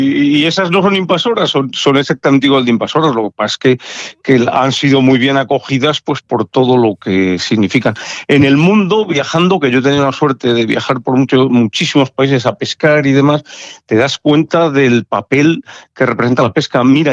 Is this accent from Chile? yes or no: no; Castile, Spain; Hoy día, tú y yo que somos castellanos